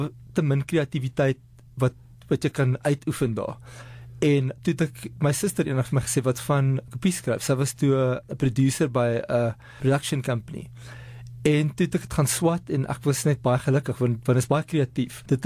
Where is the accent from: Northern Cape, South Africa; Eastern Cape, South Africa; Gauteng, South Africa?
Gauteng, South Africa; Pretoria; moved away as an adult; also born or lived in Cape Town; Ek is die jongste van 6 kinders. Ek is in Pretoria gebore en ek was in die, ek dink die ou moedersbond, is ek daar gebore.